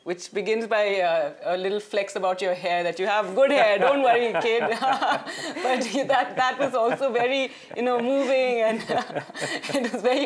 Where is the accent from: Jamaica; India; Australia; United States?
India; Dehradun, Uttarakhand; Dehradun, which incidentally is my hometown